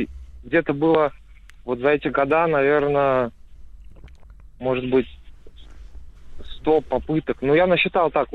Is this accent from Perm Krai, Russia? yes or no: no; Sochi, Krasnodar Krai, Russia; 26 лет, вот я из Сочи